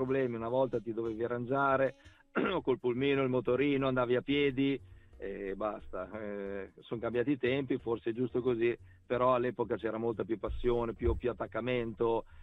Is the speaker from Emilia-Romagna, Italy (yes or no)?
yes; Crespellano, Emilia-Romagna, Italy; dei dirigenti del mio paese, di Crespellano, che era appunto la società, il paese dove cui vivevo